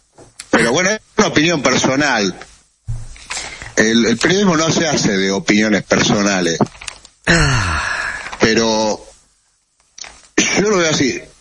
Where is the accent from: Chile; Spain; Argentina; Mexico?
Argentina; Salta; yo soy salteño